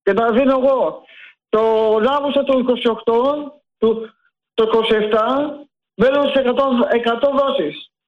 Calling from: Greece; από το Χέρακα.

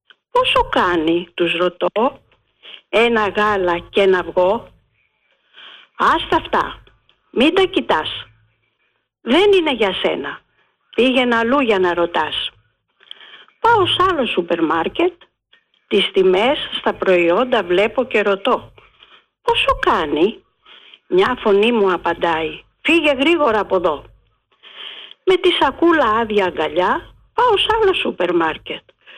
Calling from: Porto Rafti, Attica, Greece; Να είστε καλά … από το Πορτοράφτη.

